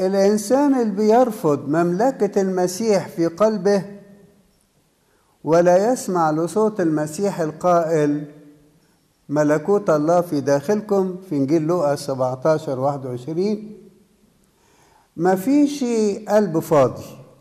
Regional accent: Upper Egypt, Egypt; moved away; في كان مثل اسمعه وأنا صغير في الصعيد

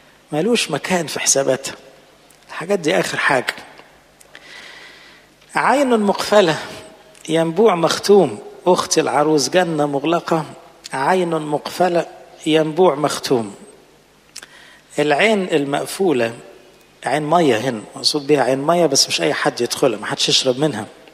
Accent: Egypt; بلادنا مصر

